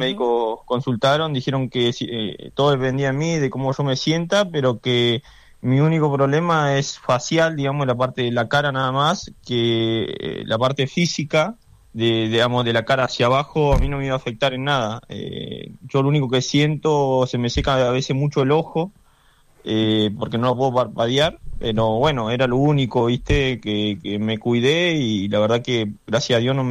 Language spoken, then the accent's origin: Spanish; Neuquén, Argentina; yo de verdad que soy de Neuquén, pero se me ha pegado un poquito la tonada. Es difícil todo el día escuchando a los cordobeses que no se te pegue un poco.